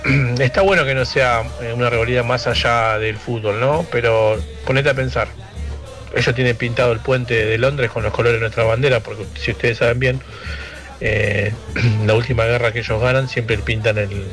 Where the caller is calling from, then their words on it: Argentina; a mí como argentino me duele